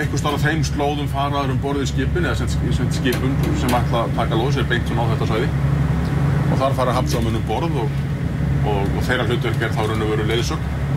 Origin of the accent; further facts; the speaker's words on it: Grindavík, Southern Peninsula, Iceland; Ég kem úr Grindavík hérna, og býð þar